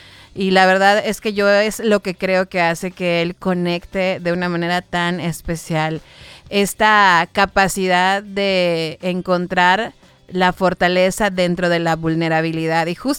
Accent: Yucatán, Mexico; para nosotros, obviamente, como yucatecos, es un gran gusto

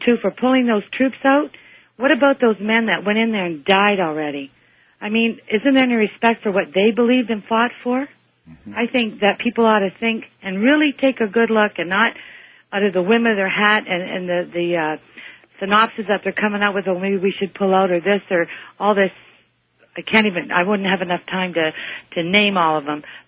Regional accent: Canada; Okay. I'm from Canada.

